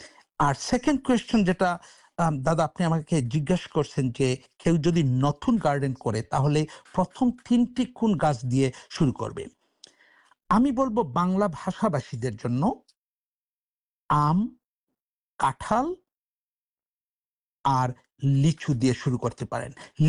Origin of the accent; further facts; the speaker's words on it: Bangladesh; now in Sydney, Australia; আমি বাংলাদেশে আমার জন্ম এবং বেড়ে ওঠা